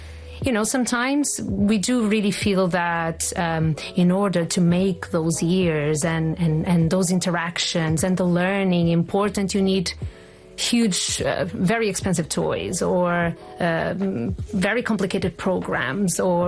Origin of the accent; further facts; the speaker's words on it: Porto, Porto District, Portugal; now in Oman; Well, I am from Porto, from Portugal, and I've worked in education for about, until now, for about 25 years.